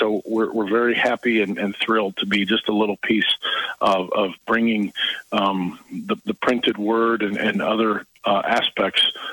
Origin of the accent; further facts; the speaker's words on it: Mascoutah, Illinois, United States; So Muscoota is my hometown. I moved all the way to Shiloh, 10 miles away, when I got married and graduated from college. In 2006, I came back to Muscoota for work